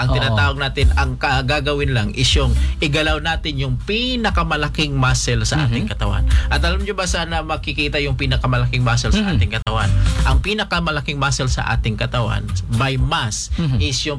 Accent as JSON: {"language": "Tagalog", "region": "Mindanao", "country": "Philippines", "said": "Doon sa amin sa Mindanao, ang pinaka gusto ko talaga doon"}